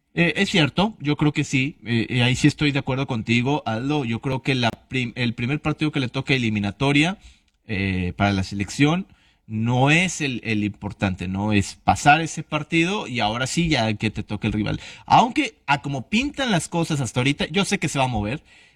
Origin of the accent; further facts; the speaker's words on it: Mexico; now in Pesquería, Mexico; Sí vivo en pesquería, pero no soy coreano. Hay muchísimos coreanos ahí, pero no, yo soy mexicano.